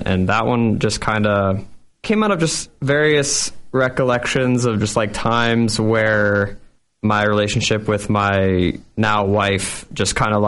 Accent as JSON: {"language": "English", "town": "Sarasota", "region": "Florida", "country": "United States", "tie": "born or raised there", "moved": "yes", "said": "I'm from Sarasota, Florida, where I spent most of my childhood."}